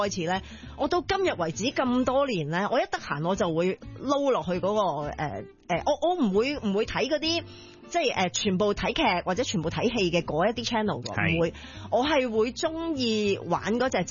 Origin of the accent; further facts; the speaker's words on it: Hong Kong; 我們香港人